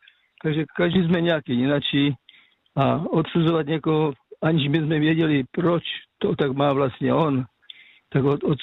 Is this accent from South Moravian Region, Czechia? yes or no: yes; South Moravian Region, Czechia; now in Kopřivnice, Czechia